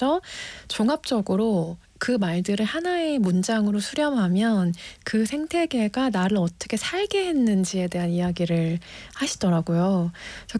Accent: Seoul, South Korea; 제가 20살 이전에 살던 그 상도동 아파트를 몇번 가본 적이 있어요. 근데 저는 진짜 그야말로 아파트 키즈여서

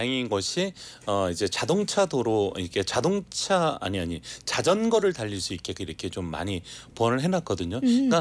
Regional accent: Samcheok, Gangwon, South Korea; 제가 삼척 사람이잖아요.

